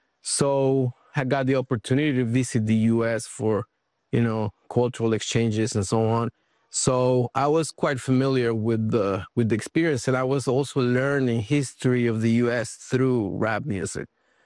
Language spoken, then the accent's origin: English; Mexico City, Mexico; Yeah, I grew up in Mexico City in the 90s